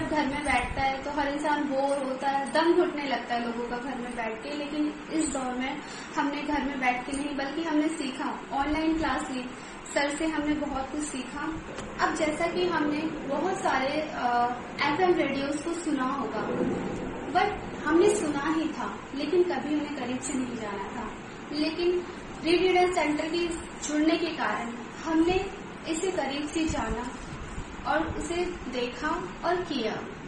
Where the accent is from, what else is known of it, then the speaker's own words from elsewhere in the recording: Delhi, India; और मैं दिल्ली से हूँ।